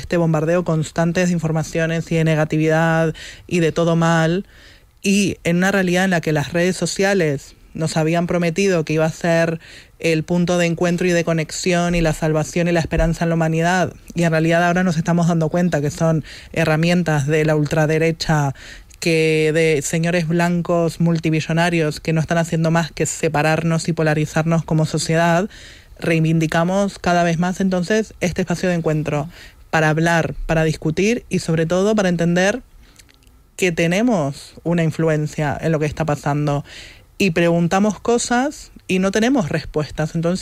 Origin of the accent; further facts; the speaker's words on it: Uruguay; moved away; tantos años trabajando en Sonar más D y siendo uruguaya